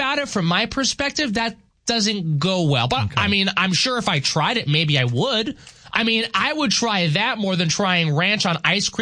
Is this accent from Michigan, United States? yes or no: no; New York, United States; moved away as an adult; also born or lived in New Jersey / Minnesota; growing up in New York